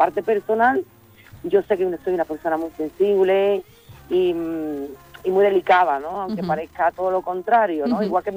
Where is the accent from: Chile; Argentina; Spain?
Spain; Sanlúcar de Barrameda, Andalusia; Mi manera es flamenca, yo vengo de la tradición, soy de Sanlúcar de Barrameda...